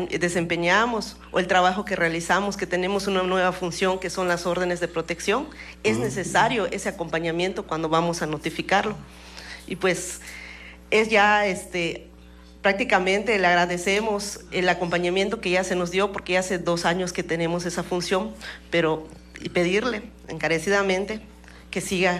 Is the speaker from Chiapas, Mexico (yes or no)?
no; San Vicente Cumpich, Yucatán, Mexico; also born or lived in Selchacán; Así es, ellos son mayahablantes, los dos, y yo soy originaria de San Vicente Cumpich, pero pues por digamos jurisdicción le pertenecemos a Selchacán, y pues ahí nací en Selchacán